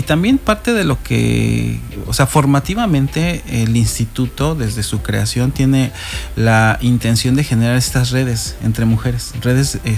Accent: Mexico City, Mexico; now in Cancún, Mexico; Bueno, vienes de Ciudad de México, paisana, yo también soy de Ciudad de México.

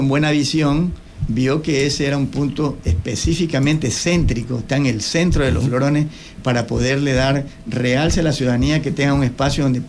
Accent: Portoviejo, Manabí, Ecuador; also born or lived in Novoa parish, 24 de Mayo; yo he vivido 50 años en La California.

